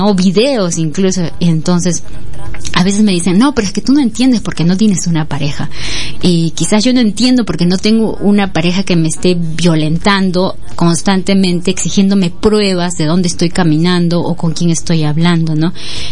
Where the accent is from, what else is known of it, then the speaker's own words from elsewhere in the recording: Peru; así somos los peruanos